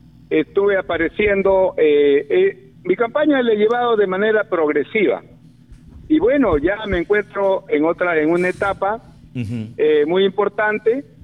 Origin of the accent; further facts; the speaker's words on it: Olmos, Lambayeque, Peru; mi pueblo de Olmos